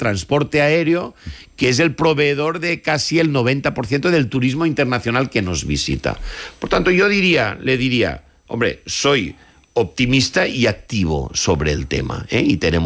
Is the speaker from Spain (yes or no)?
yes; Spain